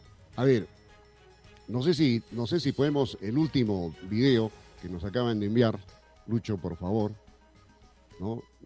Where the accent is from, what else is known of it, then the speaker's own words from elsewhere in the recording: Peru; Yo soy serrano